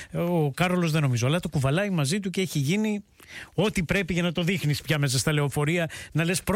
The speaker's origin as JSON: {"language": "Greek", "country": "Greece", "said": "ως Έλληνες"}